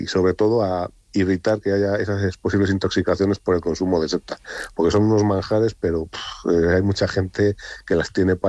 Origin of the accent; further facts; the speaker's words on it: Montemayor de Pililla, Castile and León, Spain; de que venga gente a mi pueblo, a nuestro pueblo, a conocer nuestro pueblo.